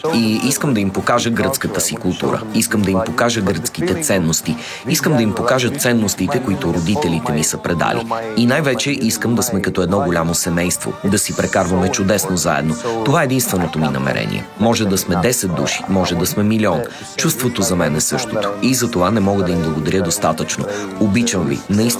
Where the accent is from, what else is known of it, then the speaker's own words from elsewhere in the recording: Ilion, Attica, Greece; Това е първият ми квартал. Израснал съм в Илион. Това е квартал, в който живеят толкова добри хора. Между другото, родителите ми все още живеят там